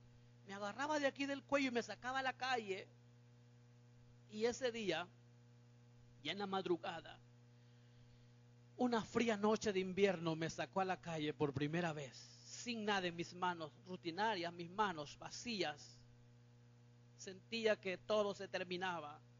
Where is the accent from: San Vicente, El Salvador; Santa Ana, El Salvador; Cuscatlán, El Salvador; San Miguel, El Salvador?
San Miguel, El Salvador; moved away; also born or lived in Zacamil, San Salvador; Hicimos una campaña evangelística en San Miguel. Era la primera vez que llegaba después de 6 años a mi tierra.